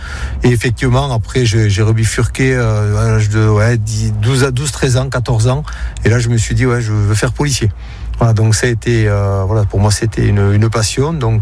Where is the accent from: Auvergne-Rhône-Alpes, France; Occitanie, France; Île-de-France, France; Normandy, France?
Occitanie, France; Tarbes; Et pour être après définitivement muté dans ma région d'origine, Tarbes.